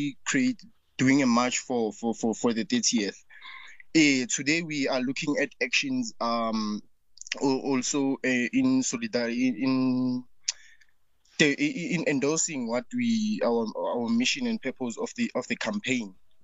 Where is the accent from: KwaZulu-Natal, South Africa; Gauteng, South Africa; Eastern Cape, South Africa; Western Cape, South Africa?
Gauteng, South Africa; Ekurhuleni; from Ekuruleni, branch coordinator of Makua and a member of the Workers and Socialist Party.